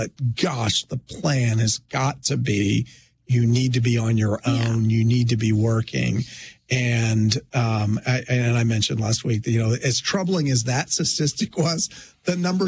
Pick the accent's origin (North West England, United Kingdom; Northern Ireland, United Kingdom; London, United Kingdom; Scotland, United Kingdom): Scotland, United Kingdom; I'm Scottish.